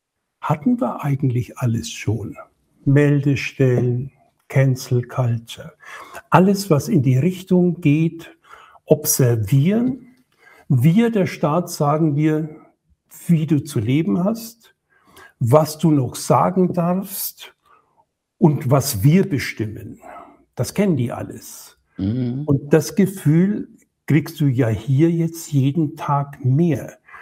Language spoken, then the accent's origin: German; Germany; moved away as an adult; now in Leipzig, Germany; Seit 6 Jahren lebe ich jetzt in Leipzig und ich muss dir sagen, ich habe die Ossi-Seele jeden Tag besser kennengelernt